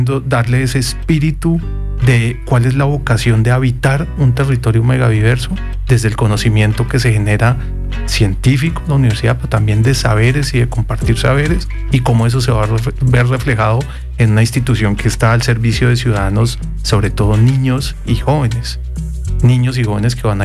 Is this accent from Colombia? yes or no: yes; Bogotá, Capital District, Colombia; accent: Bogotá; Yo he tenido la oportunidad de pensar instituciones fuera de Bogotá principalmente, a pesar de que mi acento me delata.